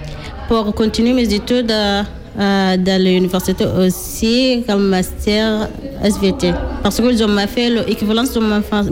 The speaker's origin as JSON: {"language": "French", "country": "Sudan", "second_language": "French", "moved": "as an adult", "lives_now": "France", "said": "Je viens de Soudan."}